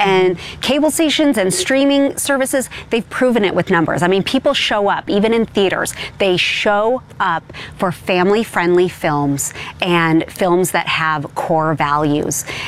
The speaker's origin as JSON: {"language": "English", "town": "Hollywood", "region": "California", "country": "United States", "tie": "born or raised there", "said": "You know, there's a lot of us that had great experiences growing up in Hollywood, really."}